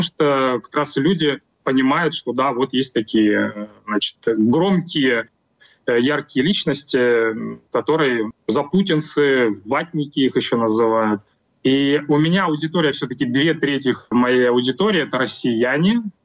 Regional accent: Russia; moved away; потому что я сам россиянин, я до 25 года жил в России, в окружении меня все люди прекрасно все понимают.

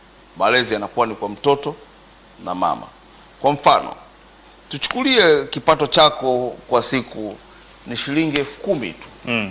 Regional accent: Handeni District, Tanga Region, Tanzania; mimi nimekulia sana mkoa wa Tanga, wilaya ya Handeni.

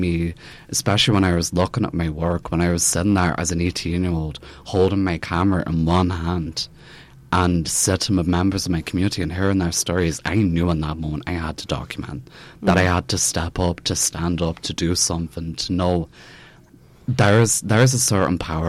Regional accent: Belfast, Northern Ireland, United Kingdom; growing up in Belfast and growing up when I did

